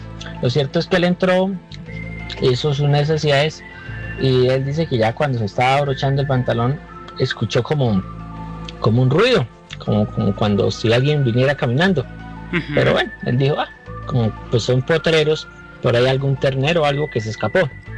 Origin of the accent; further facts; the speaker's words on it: Santander, Colombia; Nosotros somos de Santander. Y pues crecimos en el campo, tenemos una finca